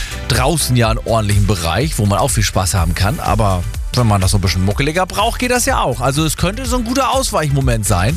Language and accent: German; Schleswig-Holstein, Germany; Und jetzt weiß ich ja als Schleswig-Holsteiner durchaus auch, dass man mit Familie nicht immer Strand durchziehen kann